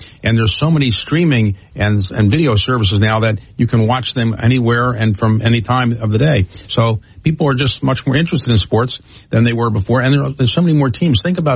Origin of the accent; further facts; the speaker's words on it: Baltimore, Maryland, United States; Yes, I grew up in Baltimore. I never expected to be an owner of any sports team, let alone the Baltimore Orioles.